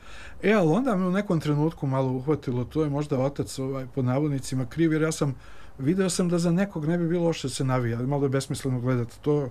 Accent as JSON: {"language": "Serbian", "town": "Sarajevo", "region": "Federation of Bosnia and Herzegovina", "country": "Bosnia & Herzegovina", "tie": "born or raised there", "said": "Pa, znate, ja sam odrastao u Sarajevu, odrastao u jednoj kući koja je imala prostranu baštu, dvorište"}